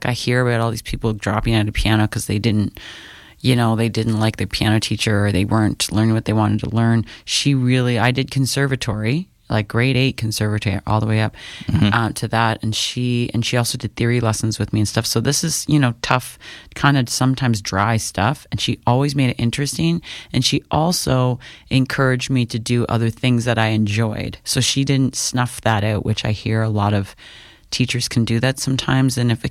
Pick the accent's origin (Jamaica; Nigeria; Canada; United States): Canada; Prince Edward County, Ontario; I grew up in South End, Prince Edward County, eighth mm-hmm. generation from you know, farm fields.